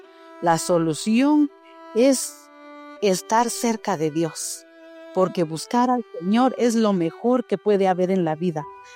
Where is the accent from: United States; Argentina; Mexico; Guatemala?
Guatemala; soy de Guatemala